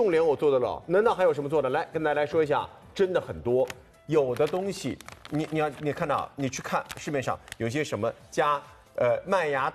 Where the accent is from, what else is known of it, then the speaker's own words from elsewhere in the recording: Hangzhou, Zhejiang, China; 虽然我作为一个杭州人有点不服